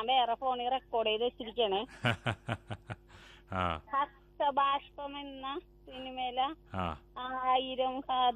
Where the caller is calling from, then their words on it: Kochi, Kerala, India; ഞാൻ പള്ളൂരിത്തിൽ നിന്നാണ് വിളിക്കുന്നത്.